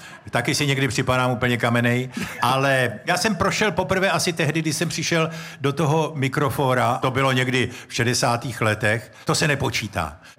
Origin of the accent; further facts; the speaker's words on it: Moravia, Czechia; now in Prague, Czechia; já když jsem se přistěhoval z Moravy do Prahy, tak Pražáci říkali, hele, podívejte, nějaký volbej Moravák, jo.